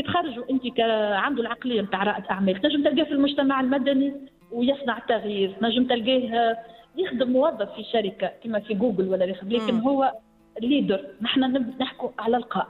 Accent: Tunisia

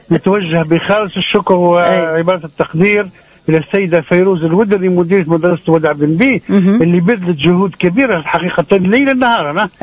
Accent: Tunisia; تجارب تنموية ناجحة في بلادنا

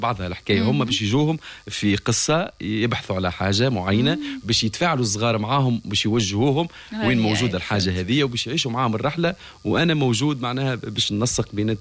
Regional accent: Gafsa, Gafsa Governorate, Tunisia; moved away; كي جيت معناها الخرجة نتاعي من قفصة لغالب ظروف عائلية خرجت لازمني نكون موجود مع عائلتي

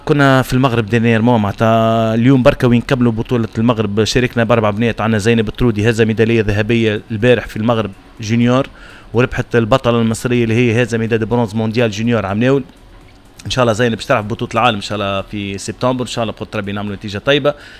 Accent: Tunisia; انا طلعت من تونس وخدمت ستاف تونسي وتعب تونسي

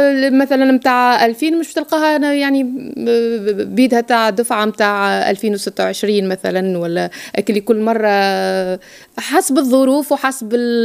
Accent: Tunisia; احنا في تونس

